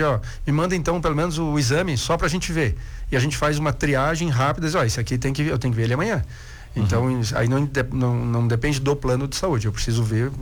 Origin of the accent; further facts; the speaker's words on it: Lages, Santa Catarina, Brazil; born there; also born or lived in Rio Grande do Sul; E em Lages, foi uma cidade que me acolheu demais. Eu sou gaúcho, mas moro aqui desde criança. Só fiquei fora 11 anos, que é o tempo de faculdade e o tempo de residência. E sempre mantive minha estrutura aqui.